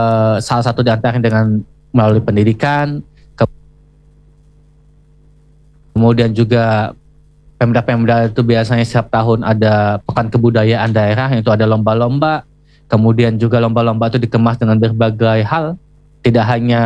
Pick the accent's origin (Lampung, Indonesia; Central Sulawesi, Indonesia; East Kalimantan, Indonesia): Lampung, Indonesia; Bagaimana kemudian penutur yang lain akan berbahasa Lampung kalau kita orang Lampung saja enggan dan malu untuk menggunakan bahasa Lampung.